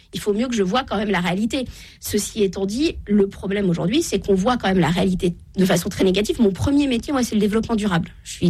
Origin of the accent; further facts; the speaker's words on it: Normandy, France; Je viens de la Normandie.